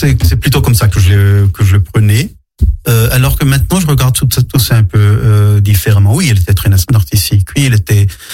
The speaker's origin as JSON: {"language": "French", "country": "Israel", "first_language": "Hebrew", "second_language": "French", "said": "l'hébreu était quelque chose que je maniais, que je manie avec une certaine facilité. Enfin, c'est ma langue maternelle, c'est ma langue évidente."}